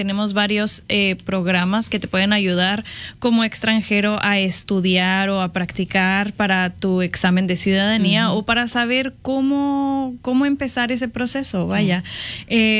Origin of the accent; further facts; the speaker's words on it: Mexico; moved away as an adult; now in Madison, United States; yo crecí toda mi vida en México